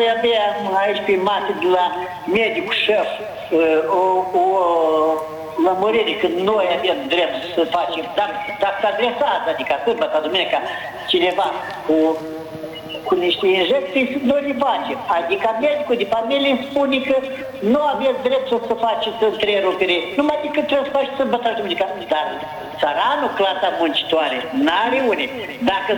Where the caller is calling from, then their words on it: Cimișlia, Cimișlia District, Moldova; de la Cimișlia.